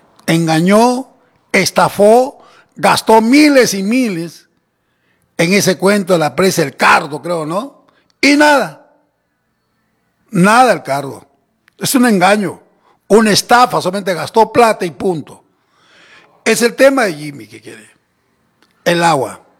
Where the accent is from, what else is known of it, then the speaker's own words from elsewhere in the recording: Inclán, Tacna, Peru; yo también vivo en Inclán, soy de Inclán